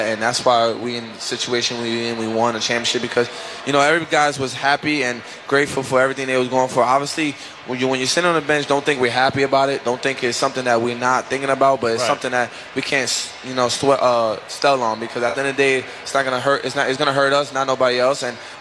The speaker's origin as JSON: {"language": "English", "town": "New York City", "region": "New York", "country": "United States", "tie": "born or raised there", "also_born_or_lived": "Queens / Lefrak City", "said": "I was from Brooklyn, born and raised there, and then I moved to Queens"}